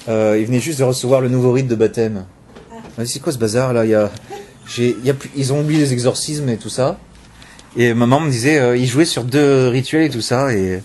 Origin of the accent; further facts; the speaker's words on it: France; Oh, je suis français.